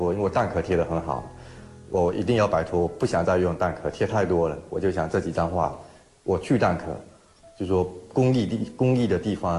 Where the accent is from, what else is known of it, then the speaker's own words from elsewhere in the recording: Pingtan, Fujian, China; moved away; 我的家乡就是福建平潭，从小就在海边长大，后来来学校念书的时候其实就很少回去